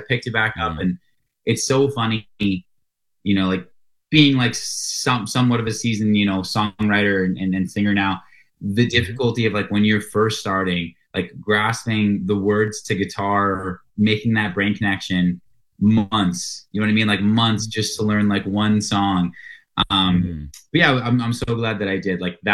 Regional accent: Coaldale, Alberta, Canada; He was from Coaldale, like my hometown that I grew up in.

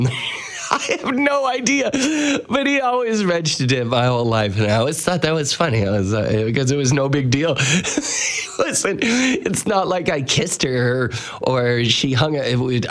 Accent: Canada; But of course, being French Canadian, it was like Houston Lake.

